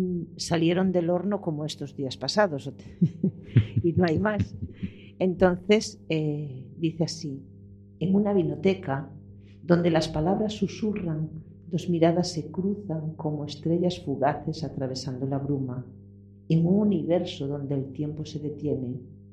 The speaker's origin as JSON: {"language": "Spanish", "town": "Ordes", "region": "Galicia", "country": "Spain", "tie": "born or raised there", "said": "Mi pueblo de origen."}